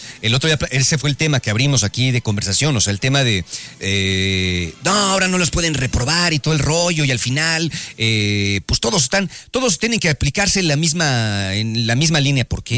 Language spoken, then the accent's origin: Spanish; Guerrero, Mexico; moved away; also born or lived in Cuernavaca; yo vengo de pueblo de Guerrero, en el que pues ustedes saben que nuestras madres nos ayudan absolutamente todo. Y cuando llegué a Cuernavaca tuve que empezar absolutamente de cero.